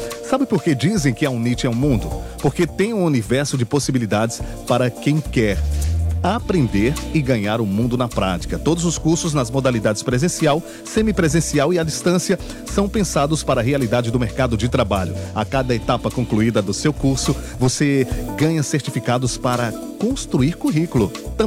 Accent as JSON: {"language": "Portuguese", "country": "Brazil", "said": "somos brasileiros."}